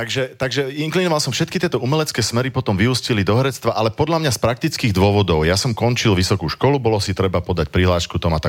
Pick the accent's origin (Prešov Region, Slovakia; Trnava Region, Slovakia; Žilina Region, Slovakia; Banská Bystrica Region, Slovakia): Banská Bystrica Region, Slovakia; Banská Bystrica; nechcel som odísť z Banskej Bystrice, z rodného mesta. V Bystrici otvárali Akadémiu umení